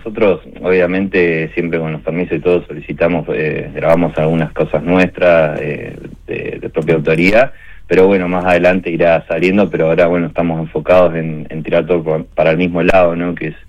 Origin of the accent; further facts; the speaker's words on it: Río Gallegos, Santa Cruz, Argentina; uno de los chicos, que también es de acá de Gallegos, con Agus Chamorro